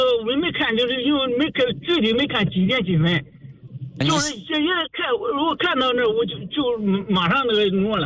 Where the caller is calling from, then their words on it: Handan, Hebei, China; 我是邯郸的出租车。